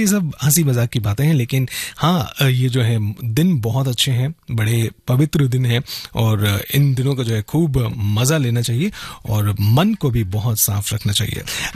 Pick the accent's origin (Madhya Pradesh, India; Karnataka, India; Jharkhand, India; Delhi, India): Delhi, India; लेकिन खाने के शौकीन तो हम दिल्ली वाले हैं ही